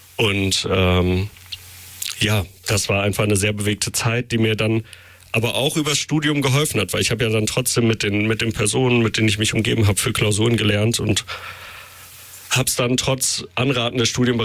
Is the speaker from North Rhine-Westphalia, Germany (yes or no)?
yes; Dinslaken, North Rhine-Westphalia, Germany; Und das Ganze fand in der Kostbar in meiner Heimatstadt Dienstlaken so 2016, 17 statt.